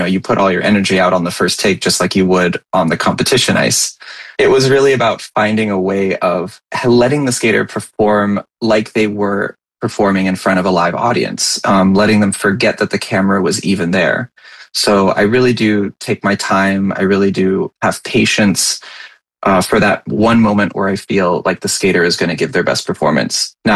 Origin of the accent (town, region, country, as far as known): Los Angeles, California, United States; born or raised there